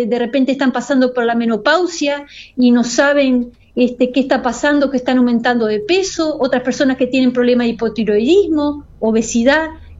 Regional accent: Montevideo, Uruguay; Yo, si bien soy de Montevideo, vivo en Montevideo

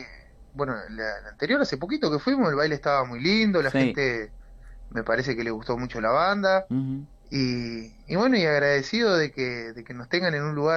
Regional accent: Salto, Uruguay; born there; also born or lived in Artigas; now in San Carlos, Uruguay; yo igual ahora estoy viviendo en San Carlos hace 4 años. Y la mayor parte de mi etapa la viví en Salto. Nací en Artigas, pero la cantidad de años que he vivido en Salto no lo he vivido en Artigas.

